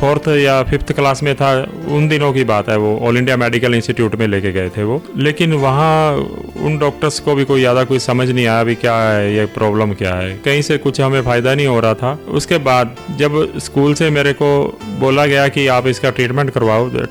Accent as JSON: {"language": "Hindi", "area": "Kurukshetra district", "region": "Haryana", "country": "India", "tie": "born or raised there", "said": "मेरा जन्म डिस्ट्रिक्ट कुरुक्षेत्र शाहबाद मारकंडा के पास गांव कलसाना है, वहाँ हुआ। और गांव में रहे"}